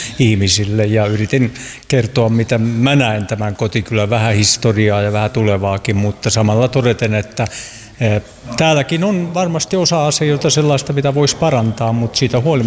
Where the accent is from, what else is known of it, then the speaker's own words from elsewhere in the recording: Tiistenjoki, South Ostrobothnia, Finland; tähän kotikylähän, nimeltänsä Tiistejoki